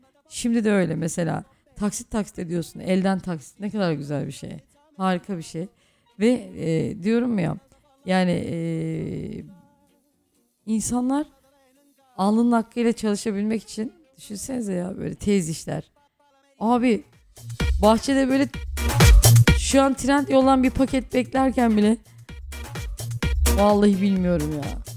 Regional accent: Düzce, Turkey; Böyle Aydınpınar Caddesi'nde oturuyorduk. Benim çocukluğum zaten hep böyle Aydınpınar Caddesi'nde geçti. Orada doğdum, büyüdüm. Hani diyor ya, Aydınpınar çocuğuyuz biz.

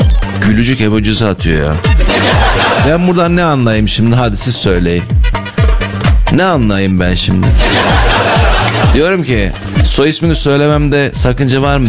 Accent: Kırıkkale, Turkey; born there; memleketimin güzel insanlarına hakkını teslim etmek için açan bir kardeşiniz olarak

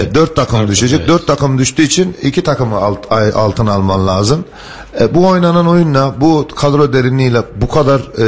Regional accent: Mersin, Turkey; Çünkü burada doğduk, burada büyüdük, burada öleceğiz ve burada hayatımızı idame ettiriyoruz.

